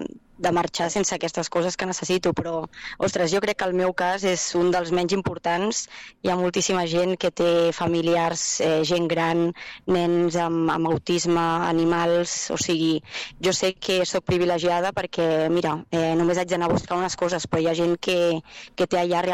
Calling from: Catalonia, Spain; jo fa poquet soc veïna del Farell, ara farà un any

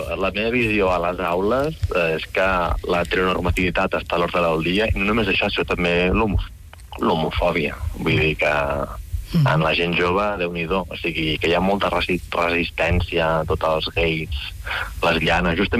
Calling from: Barcelona, Catalonia, Spain; jo soc de Barcelona, treballo a Sabadell

